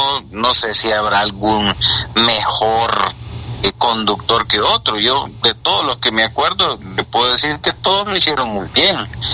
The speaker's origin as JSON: {"language": "Spanish", "country": "Honduras"}